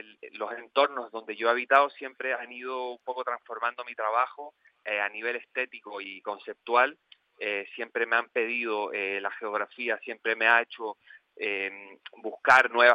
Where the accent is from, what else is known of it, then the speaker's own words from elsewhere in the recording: Chile; moved away as an adult; also born or lived in Barcelona; now in Canary Islands, Spain; Me cambié mucho de casa de pequeño cuando vivía en Chile. Mi madre trabajaba mucho, nos movíamos mucho, vivíamos siempre, bueno, de alquiler, de aquí a allá.